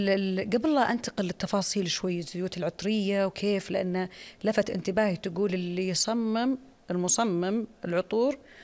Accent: Saudi Arabia

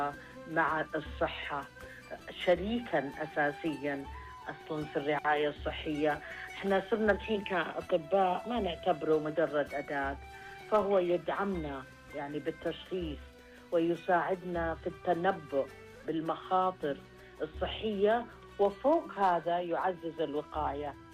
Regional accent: Saudi Arabia; المفروض نفتخر كسعوديين.

